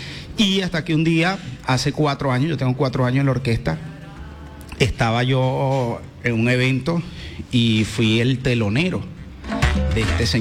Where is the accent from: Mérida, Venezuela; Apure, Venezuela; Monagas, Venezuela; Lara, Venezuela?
Lara, Venezuela; Barquisimeto; en mi familia somos músicos, todos en una familia musical. Soy de Barquisimeto, catalogada la capital musical de Venezuela.